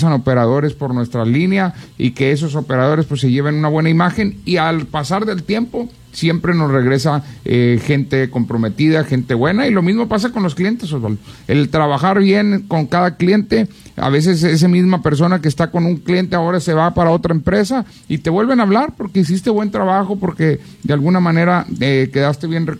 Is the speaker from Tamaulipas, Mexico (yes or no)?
yes; Nuevo Laredo, Tamaulipas, Mexico; para todos los que somos de Nuevo Laredo